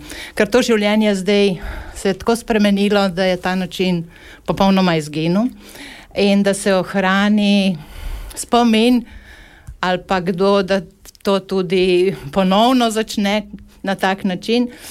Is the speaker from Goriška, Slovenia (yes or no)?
yes; Vrtovin, Goriška, Slovenia; moved away as an adult; now in Dornberg, Slovenia; Sicer sem rojena v Vrtovinu, v Dornbergu živim že več kot 30 let. Sem zelo navezana na mojo rojstno vas